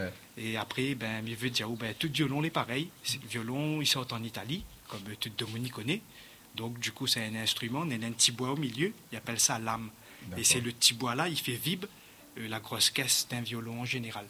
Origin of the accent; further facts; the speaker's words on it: Réunion; Mais moi, j'ai créole La Réunion et je suis de La Réunion, ma partie voyage un petit peu dans le monde.